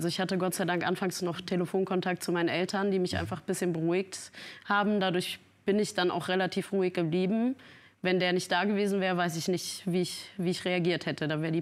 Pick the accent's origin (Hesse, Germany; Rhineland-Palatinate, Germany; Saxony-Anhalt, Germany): Rhineland-Palatinate, Germany; Dernau; Ich bin in Dernau groß geworden, ich bin da tief verwurzelt, habe da alle meine Freunde